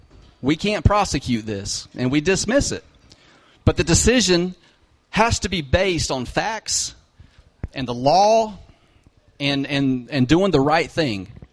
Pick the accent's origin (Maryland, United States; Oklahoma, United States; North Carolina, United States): North Carolina, United States; Pilot Mountain; now in Mount Airy, United States; Surrey County's been my home my entire life. I grew up in Pilot Mountain, and now I live in Mount Airy.